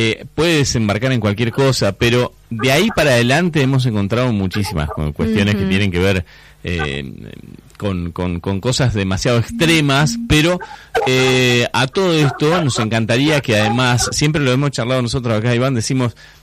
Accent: Argentina

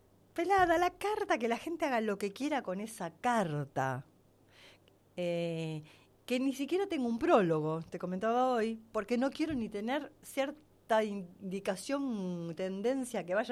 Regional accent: Uruguay; now in Argentina

